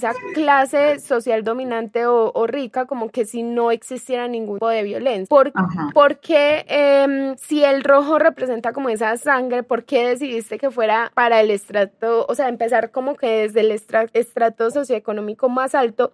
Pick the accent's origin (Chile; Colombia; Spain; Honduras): Colombia; Bello, Antioquia; now in Medellín, Colombia; no es mi territorio porque yo soy de Bello, pero habito en él